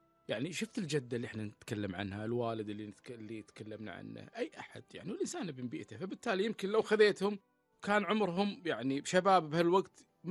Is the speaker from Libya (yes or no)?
no; Kuwait; تجعلنا ككويتيين نشعر بالفخر